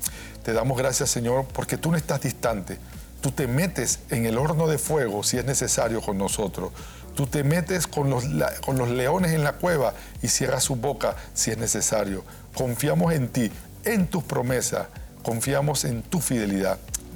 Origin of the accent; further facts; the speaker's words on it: Panama; Nosotros como panameños